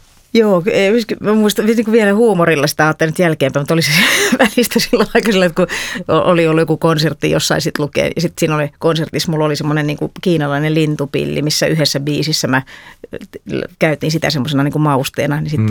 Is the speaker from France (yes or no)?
yes; France; siihen liittyy tietenkin se, että mä olen lapsuuteni viettänyt Ranskassa